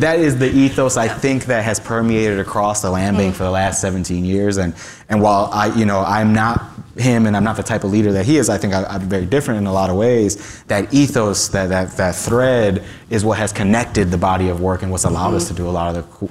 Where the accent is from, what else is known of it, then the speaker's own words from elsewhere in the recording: Cleveland, Ohio, United States; So I grew up on Stockyards neighborhood, west side of town, West 70th and Clark, 69 mm-hmm. block of Clark. My family moved here from the 90s and from Puerto Rico.